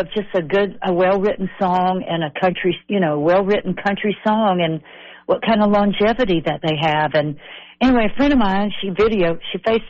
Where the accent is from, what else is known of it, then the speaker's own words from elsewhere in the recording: Nashville, Tennessee, United States; I feel like if I learned something from my father and all the people that I grew up around in Nashville, Tennessee, was you got to have a great song.